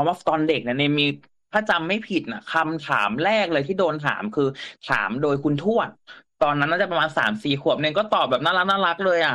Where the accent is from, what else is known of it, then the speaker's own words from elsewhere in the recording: Lopburi, Thailand; also born or lived in Saraburi; ใช่ครับจริงๆ … ก็คือจริงๆเกิดลพบุรีใช่ไหมครับแล้วก็จริงๆช่วงประถมต้นนะครับช่วงป .1 ป .2 ป .3 หรือป .6 เนี่ย … ก็อยู่ที่จังหวัดสระบุรีกับคุณแม่